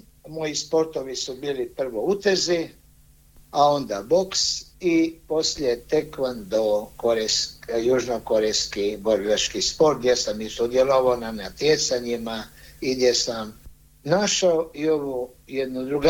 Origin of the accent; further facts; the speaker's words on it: Pula, Istria County, Croatia; Ja sam rođen u Puli 1959. u ribarskoj obitelji. Stanovali smo u Prvomajskoj na početku kod Zlatnih vrata, a zatim na Stoji i poslije na Velom vrhu.